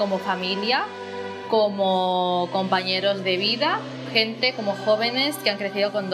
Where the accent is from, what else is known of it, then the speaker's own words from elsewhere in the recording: Philippines; Spanish is a second language; now in Spain; no solamente es un grupo de jóvenes filipinos que tienen las mismas singularidades que yo, que son filipinos